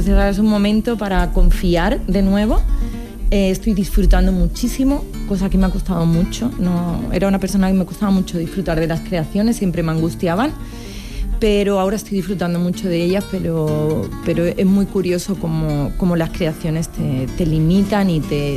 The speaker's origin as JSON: {"language": "Spanish", "town": "Vilafranca del Penedès", "region": "Catalonia", "country": "Spain", "moved": "yes", "lives_now": "Seville, Spain", "said": "De Barcelona. Soy de Vilafranca del Penedès, de un pueblo de Barcelona. Mis padres emigraron, andaluces, mi padre de Sevilla, mi padre de Melilla, y yo pues volví a la tierra que me encanta y donde soy feliz"}